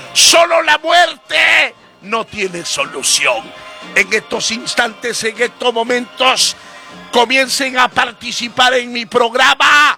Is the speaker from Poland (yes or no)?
no; Veracruz, Mexico